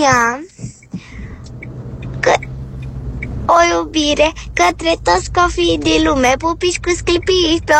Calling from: Bucharest, Romania; din București.

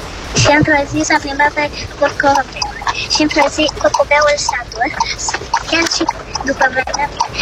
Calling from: Domnești, Romania; din Domnești. Am 6 ani

